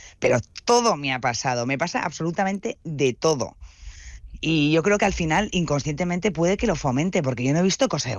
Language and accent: Spanish; Getxo, Basque Country, Spain; Yo soy de Bilbao de Getxo y ahí es un pueblo y es verdad que también te coge más joven.